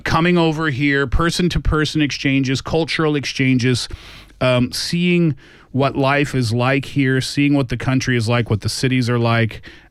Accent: Canada; Yeah, well, but listen, I'm from Canada. People think we live in igloos.

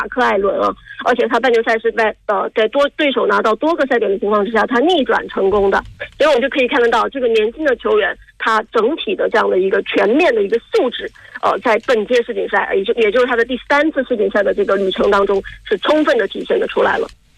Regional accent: China; 更年轻的吴一泽把这个冠军奖杯留在了我们中国人手里

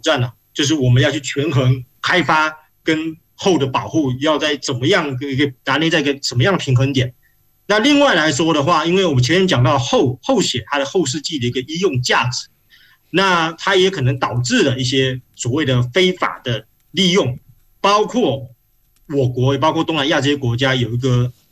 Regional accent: Guangxi, China; 来我们广西这边

